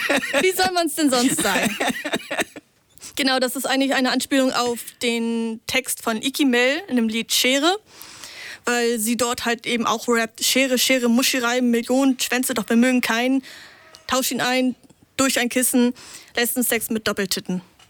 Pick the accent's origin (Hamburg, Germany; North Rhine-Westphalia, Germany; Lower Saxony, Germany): Lower Saxony, Germany; Nee, ich komme tatsächlich aus Niedersachsen.